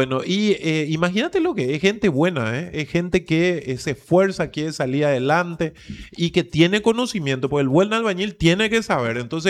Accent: Paraguay; vos sos paraguayo, sí, soy paraguayo

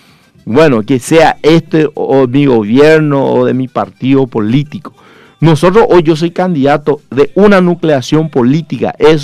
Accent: Pedro Juan Caballero, Amambay, Paraguay; esta es nuestra ciudad, esta es nuestra tierra. Y acá en nuestra tierra y en nuestra ciudad de Pero Juan Caballero tenemos que mandar nosotros.

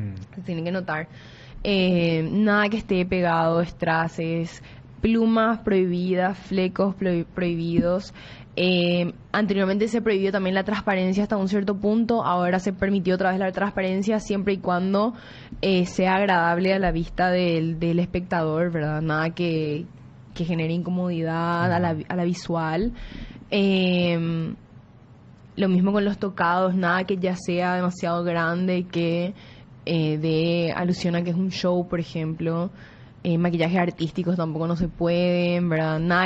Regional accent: Paraguay; para mí, que soy paraguaya

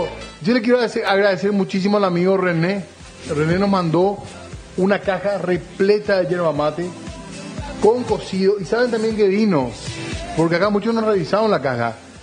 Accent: Ireland; No, esto que soy de Irlanda, ¿verdad?

